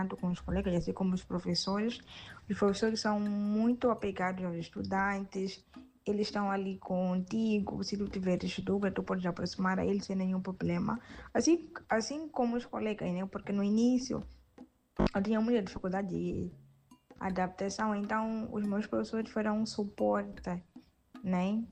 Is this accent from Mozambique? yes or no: yes; Mozambique; accent: Mozambican; moved away as an adult; now in Ceará, Brazil; sou moçambicana. Também o meu sotaque. Eu prezo muito para não perder o meu sotaque